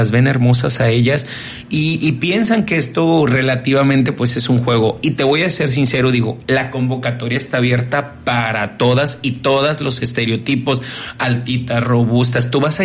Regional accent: Manzanillo, Colima, Mexico; ¿de dónde eres? De Manzanillo, Colima, del Pacífico mexicano, de un lugar donde te imaginas de clase mundial, un puerto súper importante

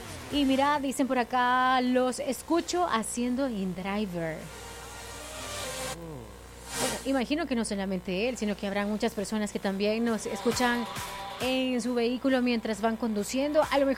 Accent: El Salvador; ¿y usted es salvadoreña? Y yo, sí, soy salvadoreña.

